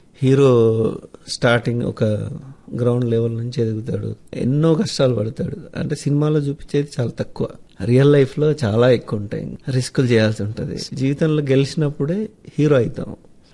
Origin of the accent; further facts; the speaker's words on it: Satapur, Telangana, India; మా ఊరు చాలా బాగుంటుంది. చిన్నప్పుడు మా నాన్న బాగా స్ట్రిక్ట్గా పెంచేవాళ్ళు అనమాట.